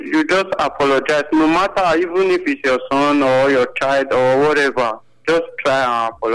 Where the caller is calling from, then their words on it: Benin City, Edo, Nigeria; I'm calling from Benin, Ramat Park.